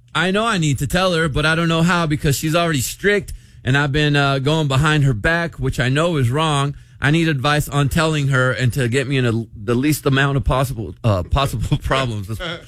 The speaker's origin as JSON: {"language": "English", "region": "Texas", "country": "United States", "said": "I went to church camp in July and met this guy from Louisiana. I'm from Texas."}